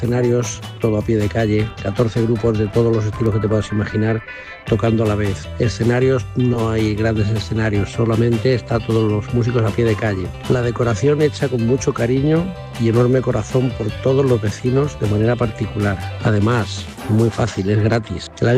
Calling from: Molinicos, Castilla-La Mancha, Spain; de Molinicos. Bueno, seguimos con Música en los Rincones de nuestro pueblo de Molinicos.

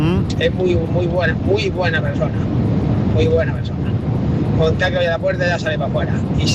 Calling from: Escalonilla, Castilla-La Mancha, Spain; está allí en mi pueblo, en Escalonilla.

